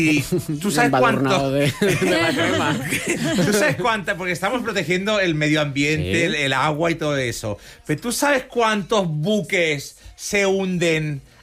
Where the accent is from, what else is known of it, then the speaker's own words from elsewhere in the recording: Balearic Islands, Spain; Pero, a ver, yo soy de Menorca.